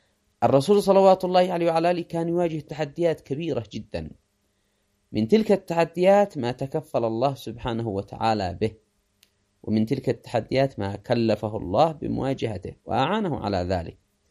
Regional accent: Yemen; نحن كشعب يمني

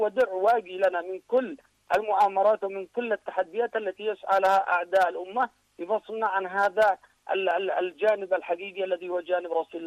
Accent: Yemen; ونحن كشعب يمني

